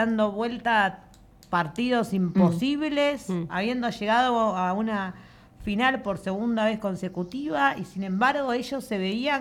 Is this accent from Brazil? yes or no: no; Argentina; nosotros como argentinos salimos en los diferentes puntos del país a seguir festejando